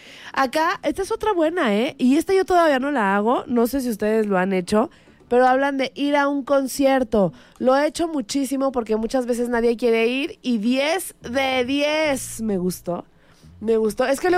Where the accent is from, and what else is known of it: Villa del Carbón, State of Mexico, Mexico